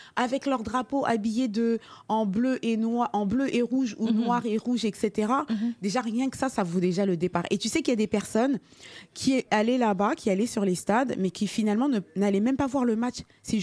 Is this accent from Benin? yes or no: no; France; Parce que sachant qu'en plus, on vient de France, il fallait aller là-bas